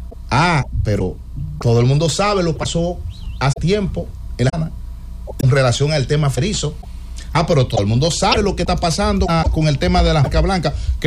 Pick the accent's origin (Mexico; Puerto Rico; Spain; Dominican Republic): Dominican Republic